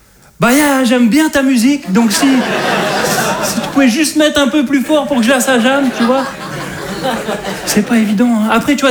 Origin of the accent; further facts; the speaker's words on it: Hauts-de-France, France; je suis un ch'ti.